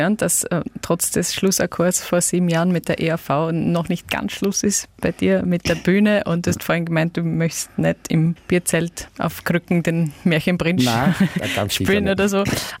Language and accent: German; Lower Austria, Austria; Jetzt sind wir natürlich ein bisschen gespannt, wenn wir auf den Samstag schauen, bei uns in Niederösterreich, in Burkersdorf, das große 80er-Fest